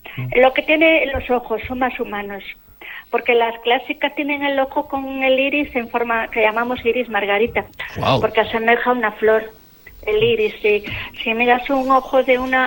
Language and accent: Spanish; Pontevedra, Galicia, Spain; yo soy de Pontevedra